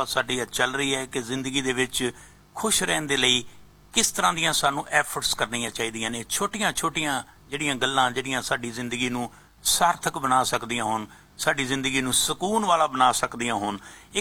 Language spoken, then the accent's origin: Punjabi; Punjab, India; ਕਿਉਂਕਿ ਅਸੀਂ ਪੰਜਾਬ ਤੋਂ ਆਏ ਹਾਂ, ਸਾਡੀ ਸੋਚ ਜਿਹੜੀ ਹੁੰਦੀ ਹੈ ਨਾ